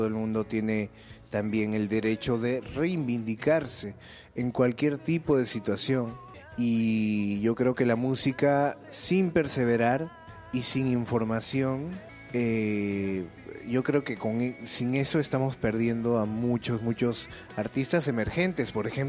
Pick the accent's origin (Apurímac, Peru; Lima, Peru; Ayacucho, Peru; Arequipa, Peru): Ayacucho, Peru; Huamanga; Yo soy huamanguino, tunasjaita, huailpazúa, atajoixa, huarmizúa, hasta la muerte, huamanguino